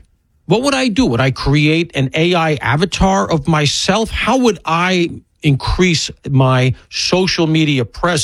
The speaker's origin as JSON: {"language": "English", "region": "Alabama", "country": "United States", "accent": "Alabama, deep Southern", "said": "including my obvious Alabama accent, I'm told. I have a very deep Southern accent, as you can hear."}